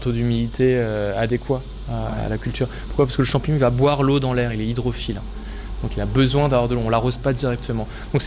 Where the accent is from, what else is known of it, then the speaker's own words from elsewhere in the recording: Strasbourg, Grand Est, France; moved away as an adult; now in Paris, France; Moi, je viens de Strasbourg.